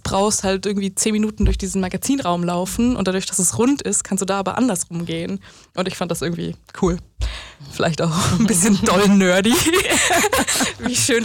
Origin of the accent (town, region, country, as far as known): Germany